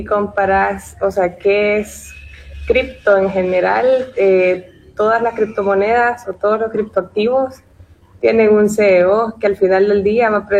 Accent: El Salvador; yo soy salvadoreña.

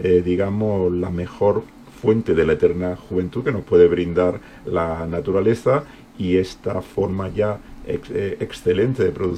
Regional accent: Jaén, Andalusia, Spain; yo soy de Jaén

